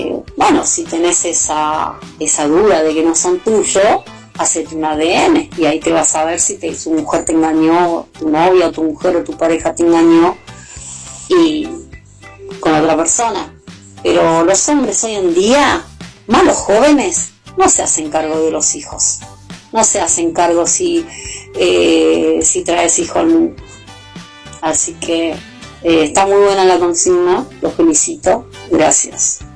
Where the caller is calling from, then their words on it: José C. Paz, Buenos Aires Province, Argentina; soy de José C. Paz.